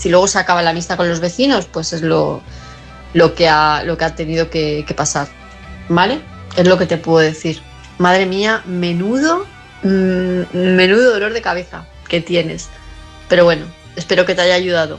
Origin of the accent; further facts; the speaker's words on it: Palma, Balearic Islands, Spain; de Palma de Mallorca, y este mensaje va para Alberto.